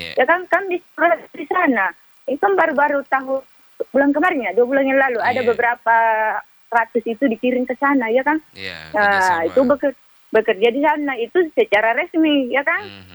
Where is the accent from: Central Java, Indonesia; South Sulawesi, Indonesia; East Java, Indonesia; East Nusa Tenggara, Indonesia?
South Sulawesi, Indonesia; kita orang Bugis Makassar